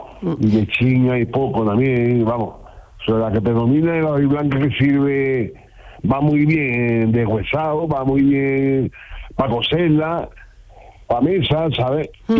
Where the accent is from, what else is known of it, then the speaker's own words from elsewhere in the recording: Andalusia, Spain; porque nosotros somos limítrofe con Estepa, ¿sabes? Somos de la Sierra Sur, la comarca de Estepa.